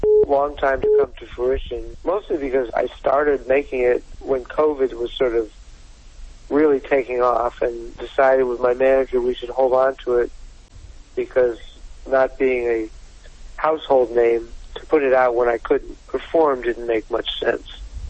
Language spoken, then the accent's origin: English; New York City, New York, United States; I grew up on Lexington Avenue and 89th Street, to be real specific.